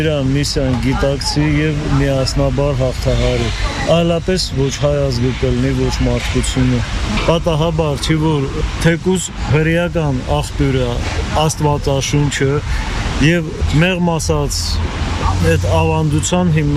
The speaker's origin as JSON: {"language": "Armenian", "town": "Stepanakert", "region": "Nagorno-Karabakh", "country": "Azerbaijan", "tie": "born or raised there", "also_born_or_lived": "Yerevan", "moved": "as an adult", "said": "ծնվել եմ Երևանում, այդ ժամանակ ծնողներս սովորում էին կոնսերվատորիայում, բացի Երևանում ուսանելու տարիներից և տարհանվելուց հետո ամբողջ կյանքս անց եմ կացրել իմ հայրենի Ստեփանակերտը։"}